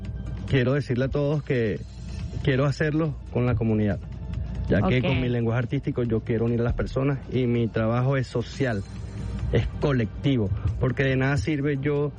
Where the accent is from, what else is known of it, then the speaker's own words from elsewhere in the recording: Venezuela; le hice un llamado a todas las personas como venezolanos, porque en este momento de sensibilidad y vulnerabilidad que está el país, necesitamos unirnos